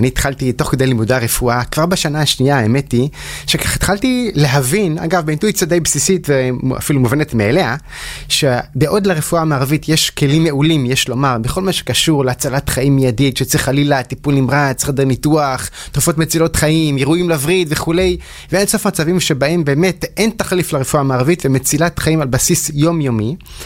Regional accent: Haifa, Haifa District, Israel; אז גדלתי בחיפה, למדתי בבית ספר ריאלי בחיפה

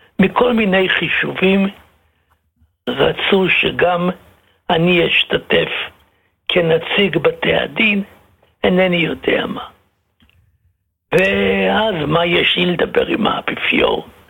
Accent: Tel Aviv, Tel Aviv District, Israel; נולדתי עוד בתל אביב הישנה, דאז.

